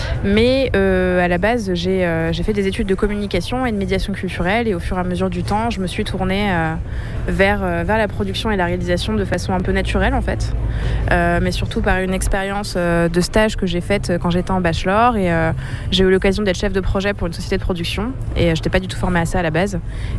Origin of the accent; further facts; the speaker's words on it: Grand Est, France; Moi j'ai grandi en Champagne-Ardenne, donc grosse ruralité française, dans une famille qui s'appelle, enfin … donc quelque chose de très franco-français gaulois.